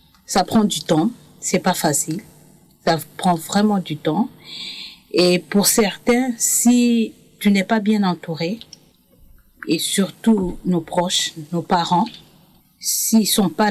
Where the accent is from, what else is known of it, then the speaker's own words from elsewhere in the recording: Cameroon; moved away; Je suis camerounaise.